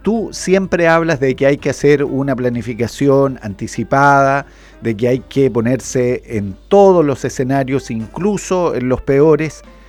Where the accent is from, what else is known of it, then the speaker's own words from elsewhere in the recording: Chile; nosotros, como buenos chilenos, ¿cierto?, estamos prefiriendo el hacer turismo al interior de nuestro país